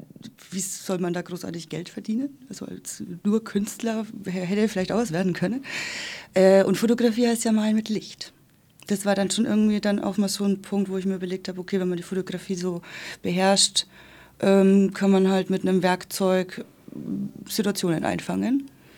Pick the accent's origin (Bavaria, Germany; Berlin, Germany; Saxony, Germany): Bavaria, Germany; Ahorntal; Aufgewachsen bin ich in der Fränkischen, sagt man immer, so zwischen Bayreuth und Pegnitz im Ahorntal. Also sehr, sehr ländlich und ganz anders als die Nürnberger Welt jetzt hier. Bin dann in Bayreuth zur Schule gegange